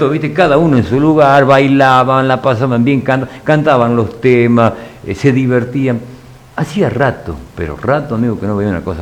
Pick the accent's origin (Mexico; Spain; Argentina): Argentina; Salta; born there; now in Embarcación, Argentina; yo no soy nacido en embarcación, yo nací en Salta y las cuestiones de las vidas nos trajeron aquí y me siento más embarcacionense que salteño.